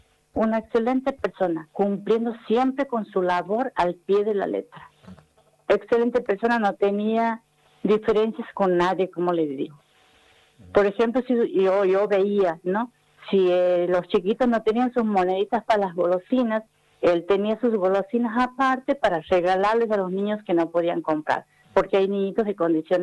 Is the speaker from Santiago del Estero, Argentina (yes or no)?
yes; Santiago del Estero, Argentina; now in Brea Pozo, Argentina; Barrio El Alto está a 40 kilómetros de aquí de Breaposo. Yo soy nacida y criada en Barrio El Alto, pero después me trasladé aquí con mi familia a Breaposo.